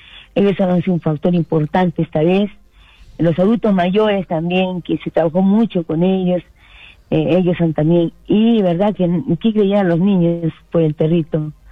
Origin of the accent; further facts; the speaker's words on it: Hunter, Arequipa, Peru; agradecer a mi pueblo lindo de Hunter por la confianza, por segunda vez que me da para trabajar por mi pueblo lindo. Muy agradecida al pueblo de Hunter.